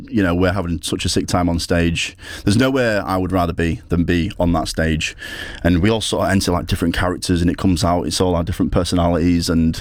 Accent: Grimsby, Yorkshire and the Humber, United Kingdom; And we all moved into university from different northern towns. I'm from Grimsby originally.

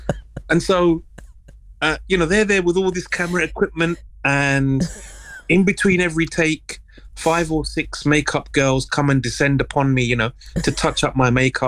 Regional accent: London, United Kingdom; I'm a Londoner.

